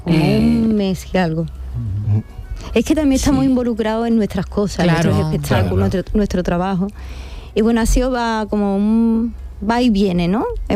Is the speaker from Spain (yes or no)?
yes; Seville, Andalusia, Spain; Y no se puede hacer en Bienal de Sevilla, me da mucha pena porque es mi tierra. Tengo 49 años, es mi momento